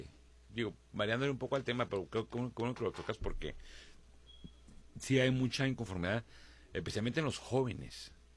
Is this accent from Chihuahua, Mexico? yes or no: yes; Chihuahua, Mexico; como mexicanos, como chihuahuenses